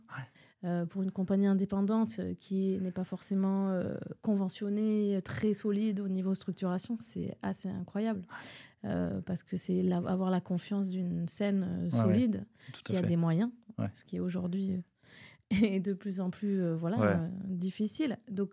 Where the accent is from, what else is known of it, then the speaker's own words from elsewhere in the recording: Occitanie, France; je suis originaire d'ici, pas de Rabastens, mais de pas bien loin.